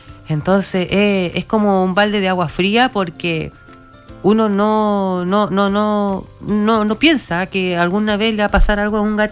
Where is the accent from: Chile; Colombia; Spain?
Chile; somos chilenos